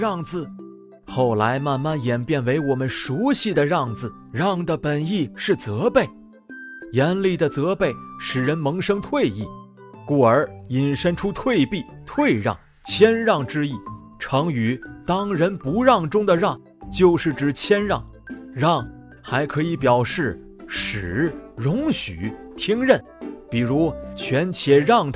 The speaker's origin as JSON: {"language": "Chinese", "country": "China", "said": "我们中国人"}